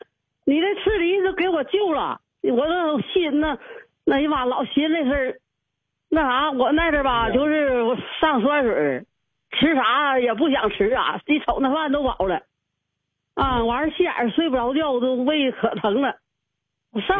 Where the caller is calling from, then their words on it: Xinmin, Liaoning, China; 我是新民的。